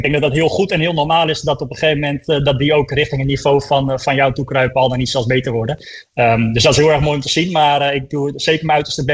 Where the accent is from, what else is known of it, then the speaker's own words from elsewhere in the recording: Almere, Flevoland, Netherlands; deze race hier in Almere natuurlijk. Ik bedoel, ik ben geboren in het Flevo ziekenhuis, een paar 100 meter van start en de finish vandaan, zeg maar.